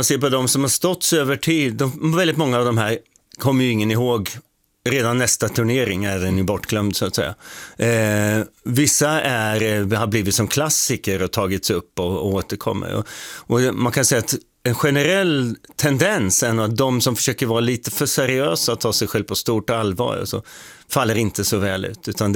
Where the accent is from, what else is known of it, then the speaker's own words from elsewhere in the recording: Åtvidaberg, Östergötland, Sweden; Jag är från Åtvidaberg, så jag är från Götaland.